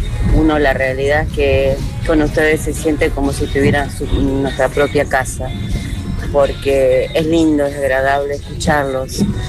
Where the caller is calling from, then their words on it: San Lorenzo, Santa Fe, Argentina; Soy … de San Lorenzo